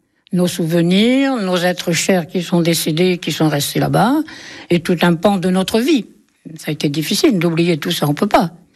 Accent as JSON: {"language": "French", "country": "Algeria", "tie": "born or raised there", "moved": "as an adult", "lives_now": "La Chapelle-Bâton, France"}